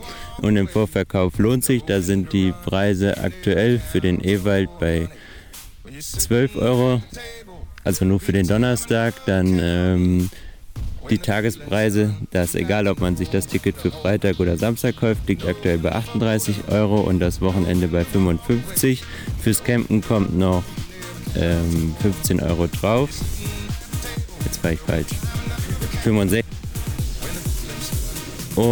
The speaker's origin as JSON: {"language": "German", "town": "Wichte", "region": "Hesse", "country": "Germany", "tie": "born or raised there"}